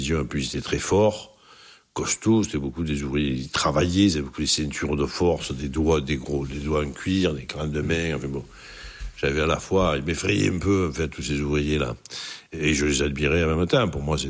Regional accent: Marseille, Provence-Alpes-Côte d'Azur, France; Et je n'étais même pas marseillais, j'étais de l'Estac, enfin, j'étais de ce quartier-là.

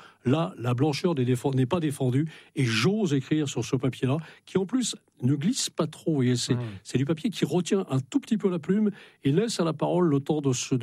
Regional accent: Brittany, France; Quand on est breton, quand on aime la Bretagne, c'est une poésie permanente comme ça qu'on a au cœur, qu'on a, qu'on a dans le sang

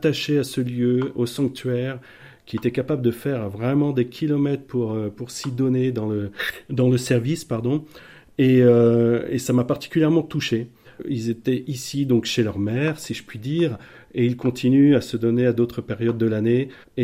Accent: Brittany, France; moved away as an adult; now in Berry, France; je suis un breton qui est en train de se faire adopter dans le Berry.

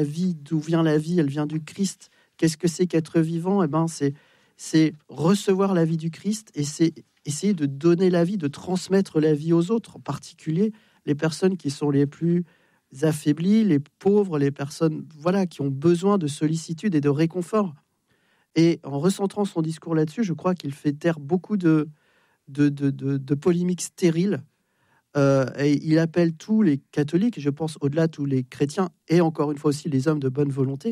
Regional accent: France

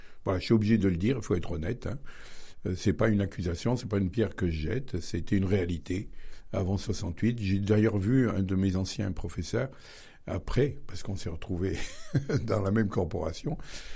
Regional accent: Baternay, Auvergne-Rhône-Alpes, France; born there; Alors, je suis né à Baternay, je suis un petit village du nord de Rome.

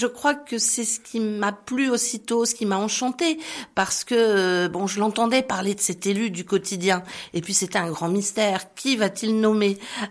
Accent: La Guerche-sur-l'Aubois, Centre-Val de Loire, France; moved away as an adult; also born or lived in Tours; now in Nevers, France; je suis née à Nevers. Bien que voisine, en fait, je suis berrichonne, puisque je suis de la Guerche sur l'Aubois. Donc, j'ai fait mes études dans le Cher, puis à Tours, et je suis revenue en 1991 à Nevers

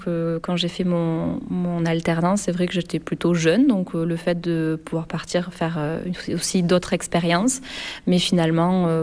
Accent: Montpellier, Occitanie, France; donc je suis née à Montpellier, j'ai toujours grandi dans le coin, on va dire.

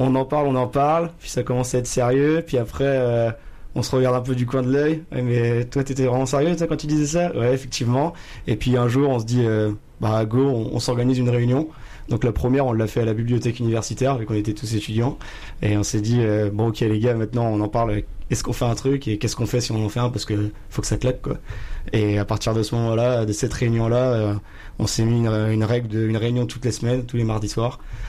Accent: Pays de la Loire, France; moi je suis de Vendée, enfin on vient tous d'endroits différents.

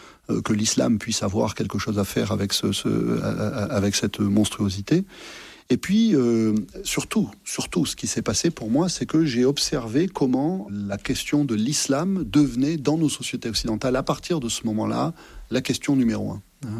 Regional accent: Massif Central, France

